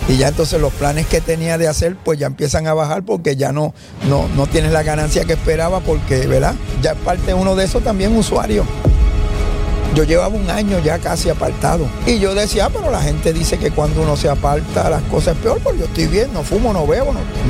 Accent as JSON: {"language": "Spanish", "region": "Ponce", "country": "Puerto Rico", "tie": "born or raised there", "said": "soy original de Ponce, vengo de una comunidad cerca del sector El Vigía que se conoce como el barrio San Felipe, barrio segundo de Ponce. Vengo de una familia grande, somos 11 hermanos"}